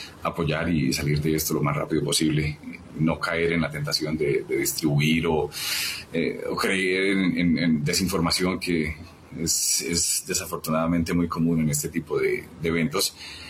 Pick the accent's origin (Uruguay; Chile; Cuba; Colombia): Colombia; pero como colombianos nos duele mucho lo que está pasando